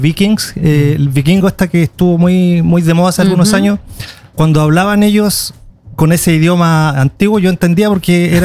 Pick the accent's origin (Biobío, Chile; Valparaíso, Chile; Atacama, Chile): Biobío, Chile; Concepción; moved away as an adult; also born or lived in Iceland; now in Oslo, Norway; soy de Chile, vengo de una ciudad que se llama Concepción y hace 25 años nos fuimos a vivir a Islandia.